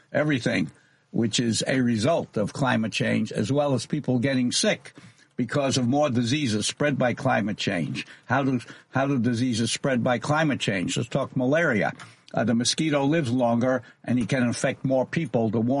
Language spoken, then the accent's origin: English; New York, United States; So listen, I was born in New York, I was raised there, and then I went to the University of Denver